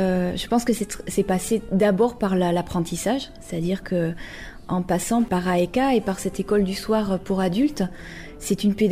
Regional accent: Bordeaux, Nouvelle-Aquitaine, France; now in Cambo-les-Bains, France; j'ai 34 ans, je suis bordelaise d'origine et je vis à Cambo depuis à peu près 8 ans

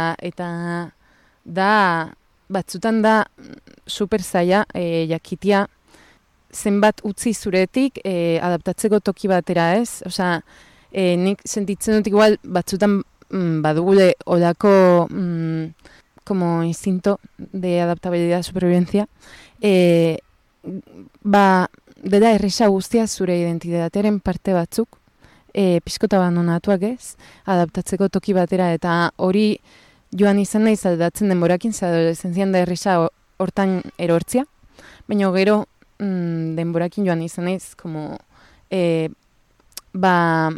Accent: Cádiz, Andalusia, Spain; lortu zuten pues establezitzea Andaluzian eta hor jaio ginen gu ni ta nere izpa. Eta Kadizen egon ginen bizitzen

